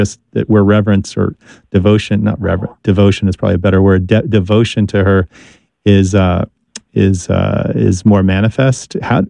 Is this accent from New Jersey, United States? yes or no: yes; New Jersey, United States; because I'm from New Jersey, because of fact that I like